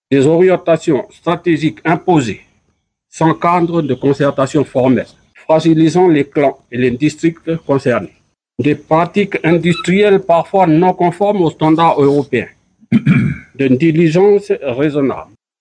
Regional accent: Akiti, New Caledonia

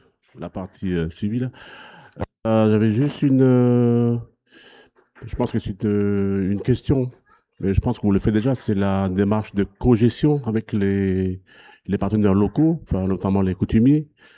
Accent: Ouvéa, Loyalty Islands Province, New Caledonia; Là, je parle du Sud, parce que je suis du Sud d'Auvergne, mais il y a mon collègue qui est du Nord d'Auvergne

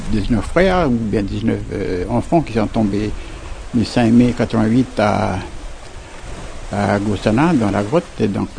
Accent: Ouvéa, Loyalty Islands Province, New Caledonia; même si je suis loin d'Ouvéa, de ma tribu, ben, je donne quand même mon témoignage

